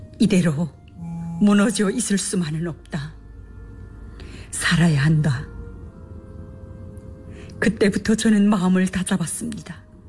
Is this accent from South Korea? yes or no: no; Gyeongwon, North Hamgyong, North Korea; moved away as an adult; 저는 함경북도 경원군에서 태어나 18살에 어머니를 잃었습니다.